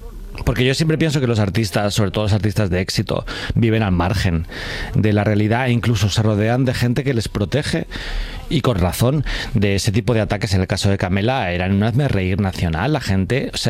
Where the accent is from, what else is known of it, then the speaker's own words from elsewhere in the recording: Alcorcón, Community of Madrid, Spain; Cuando me decían, ¿tú de dónde eres? Yo decía, Alcorcón.